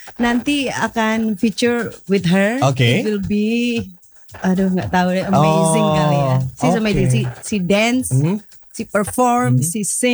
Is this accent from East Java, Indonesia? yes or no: yes; Batu, East Java, Indonesia; Dan tentunya keluarga aku juga semuanya di kampung halaman aku di Batu.